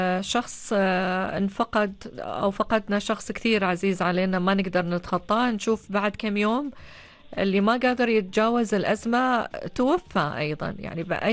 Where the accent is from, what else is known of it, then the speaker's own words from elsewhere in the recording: Oman; عندنا في سلطنة عمان